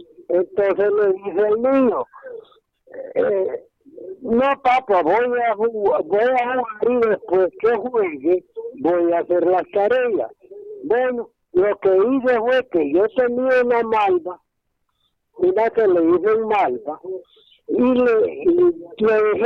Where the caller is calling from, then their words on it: Guaimaca, Francisco Morazán, Honduras; Aquí estoy en Guaymaca